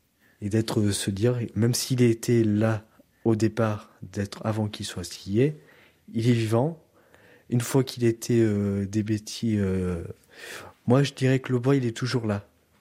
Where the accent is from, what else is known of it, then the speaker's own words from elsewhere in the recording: France; nous on est français